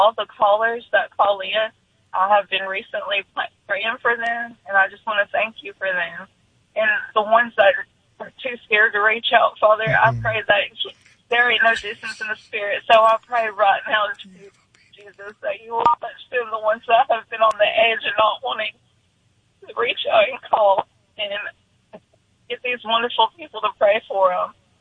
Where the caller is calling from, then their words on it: Alabama, United States; I'm from Alabama.